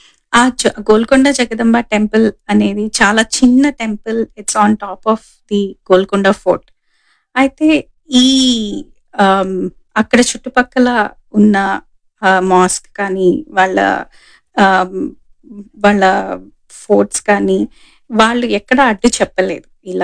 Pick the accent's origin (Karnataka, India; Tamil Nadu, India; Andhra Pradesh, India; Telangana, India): Telangana, India; Secunderabad; personally నేను సికింద్రాబాద్ అమ్మాయిని